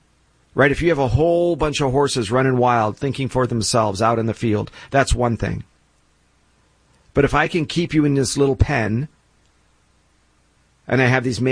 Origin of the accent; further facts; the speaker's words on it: Los Angeles, California, United States; born there; I don't live in the city of Los Angeles. I love it. I was born in Hollywood. You can't beat that. Can't be more LA.